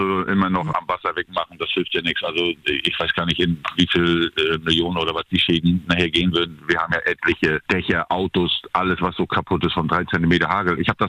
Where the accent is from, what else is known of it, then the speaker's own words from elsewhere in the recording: Zarrentin, Mecklenburg-Vorpommern, Germany; Ich selber bin ja aus Zarrentin nicht rausgekommen, ich bin ja Zarrentiner